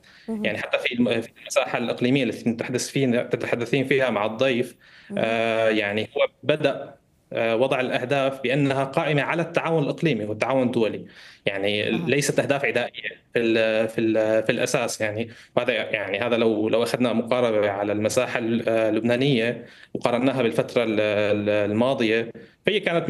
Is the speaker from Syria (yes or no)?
yes; Syria; now in Doha, Qatar; نحن كسوريين